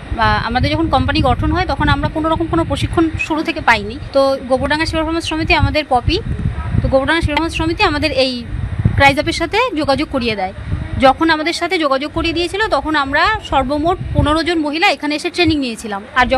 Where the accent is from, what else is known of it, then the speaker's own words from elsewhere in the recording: Gaighata, West Bengal, India; আমি গাইঘাটা ব্লক থেকে এসেছি।